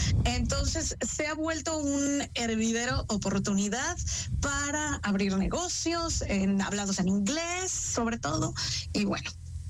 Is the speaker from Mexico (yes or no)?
yes; Mexico; yo soy mexicana y vivo en otro país, uno es migrante.